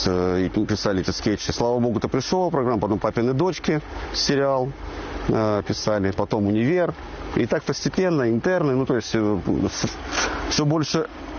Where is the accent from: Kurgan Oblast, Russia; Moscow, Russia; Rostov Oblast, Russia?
Kurgan Oblast, Russia; Kurgan; Я родом из Кургана. Вот, а родня у меня, мама у меня из села Глядянское, это в Курганской области, 80 километров от Кургана.